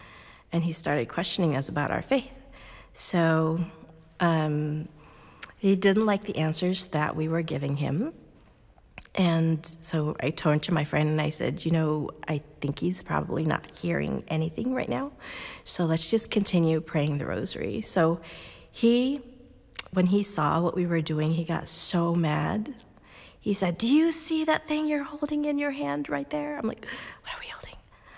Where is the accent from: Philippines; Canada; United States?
Philippines; So I thought, okay, well, I grew up in the Philippines, so a lot of poverty and disease.